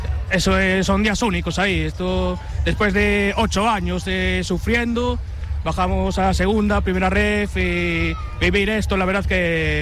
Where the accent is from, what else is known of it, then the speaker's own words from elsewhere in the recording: A Coruña, Galicia, Spain; Yo soy de Coruña de toda la vida, del Depor, socio hace muchos años.